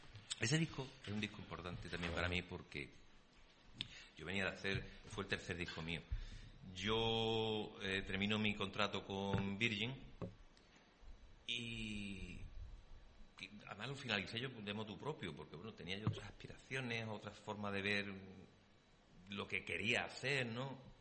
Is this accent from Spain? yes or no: yes; Sanlúcar de Barrameda, Andalusia, Spain; born there; moved away; also born or lived in Las Rozas, Madrid; estaba acordándome de mi pueblo, de mi tierra